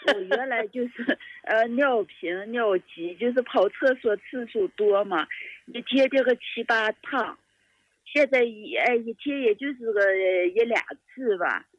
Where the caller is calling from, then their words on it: Datong, Shanxi, China; 我是山西大同的。